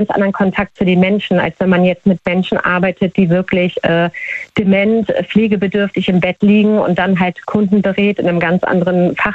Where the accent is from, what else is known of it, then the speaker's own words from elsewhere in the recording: Hamburg, Germany; Ich komme aus Hamburg